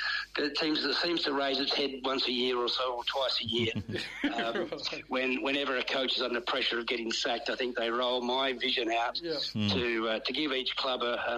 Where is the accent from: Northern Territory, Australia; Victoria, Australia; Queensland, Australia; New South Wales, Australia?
Victoria, Australia; Shepparton; moved away; we're both from Shepparton.